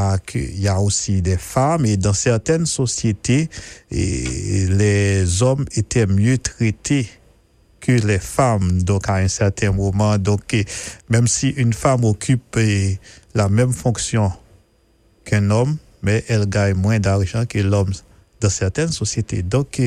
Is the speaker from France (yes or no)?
no; Haiti; Chez moi, en Haïti